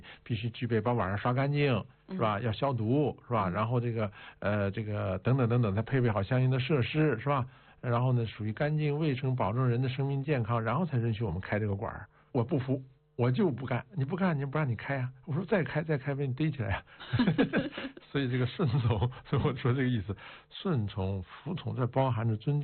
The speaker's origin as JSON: {"language": "Chinese", "country": "China"}